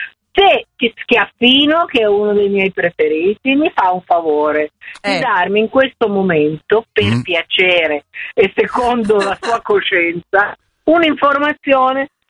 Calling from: Milan, Lombardy, Italy; chiamo da Milano.

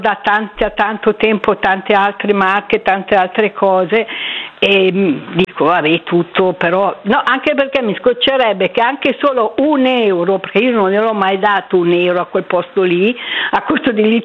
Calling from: Lecco, Lombardy, Italy; chiamo da Lecco.

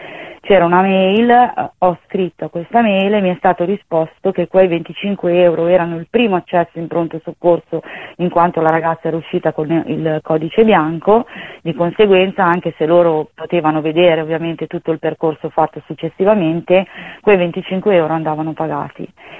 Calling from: Desio, Lombardy, Italy; noi siamo di Desio

